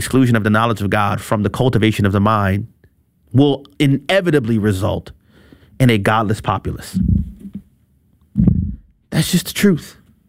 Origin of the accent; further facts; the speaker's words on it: Louisiana, United States; my home state